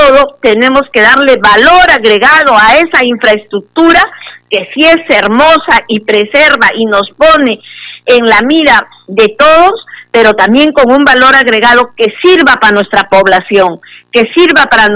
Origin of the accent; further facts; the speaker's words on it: Mollendo, Arequipa, Peru; Como mujer mollendina y mujer del Puerto Bravo